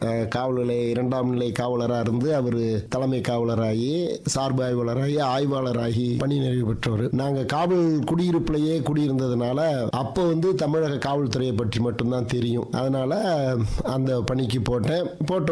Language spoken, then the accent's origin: Tamil; Tiruchirappalli, Tamil Nadu, India; நான் பிறந்து வளர்ந்தது திருச்சி மாநகர்.